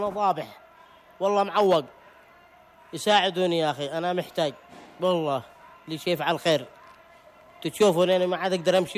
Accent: Yemen; نحن شعب يمني واحد

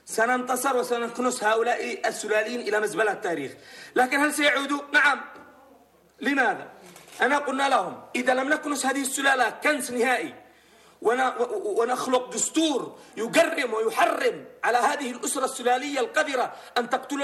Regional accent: Yemen; أنا اليمني الحمير السبئي، أنا أحق بحكم بلدي كيمني.

